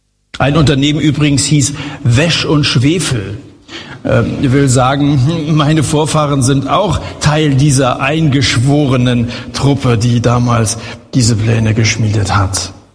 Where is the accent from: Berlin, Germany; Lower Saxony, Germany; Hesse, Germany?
Hesse, Germany